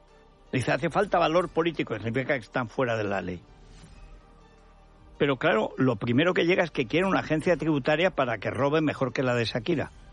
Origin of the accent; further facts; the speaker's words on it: Aragon, Spain; Y no, pero usted no es aragonés, yo sí, pero a efectos fiscales soy un esclavo catalán.